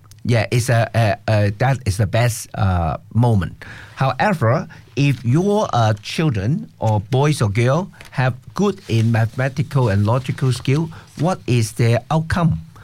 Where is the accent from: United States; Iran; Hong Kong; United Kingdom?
Hong Kong; So I'm from Hong Kong.